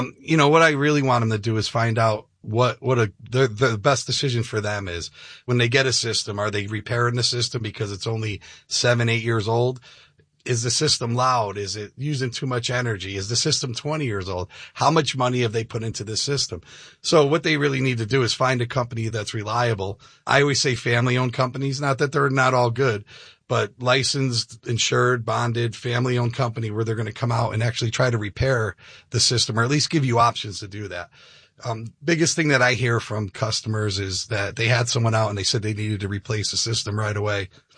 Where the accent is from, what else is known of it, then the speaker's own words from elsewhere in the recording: Connecticut, United States; I'm from Connecticut originally. And when I went to high school, I went to a trade school